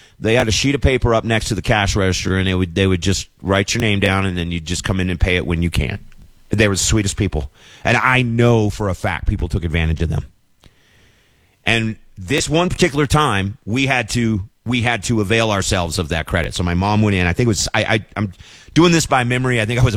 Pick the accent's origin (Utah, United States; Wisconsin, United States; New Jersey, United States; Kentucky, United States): Kentucky, United States; Wilmore; my hometown of Wilmore